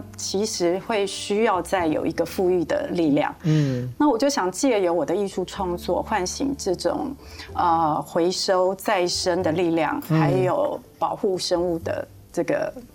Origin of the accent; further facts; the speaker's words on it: Hsinchu, Hsinchu City, Taiwan; born there; 我出生在新竹这个以科技闻名的一个城市，